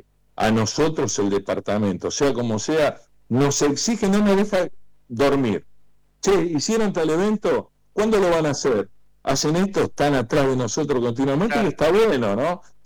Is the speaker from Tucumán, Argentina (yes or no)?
no; Buenos Aires, Argentina; moved away as an adult; also born or lived in Oliva, Córdoba; now in Villa María, Argentina; me crié, nací en Olivo, un pueblito, me crié en Buenos Aires y volví hace 20 años, más o menos, a Villa María.